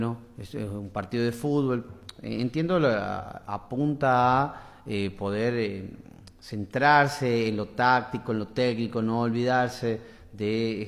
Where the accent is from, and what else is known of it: Argentina